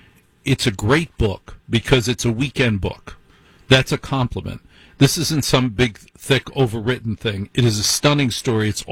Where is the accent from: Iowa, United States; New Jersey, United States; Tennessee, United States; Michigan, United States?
New Jersey, United States; I got to ask, because I'm from Jersey. Where in Jersey are they from?